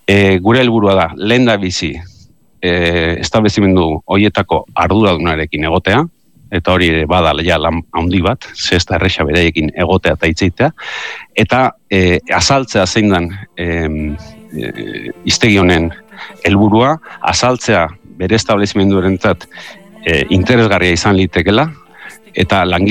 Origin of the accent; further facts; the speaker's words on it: San Sebastián, Basque Country, Spain; Eta Gipuzkoar asko etortzen dira Donostiara, Donostiarrak ere Gipuzkoarra gara